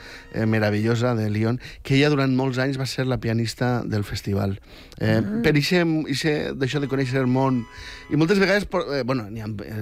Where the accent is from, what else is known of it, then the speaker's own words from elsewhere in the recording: Vila-real, Valencian Community, Spain; jo sóc de Villarreal, el millor equip de la comunitat valenciana.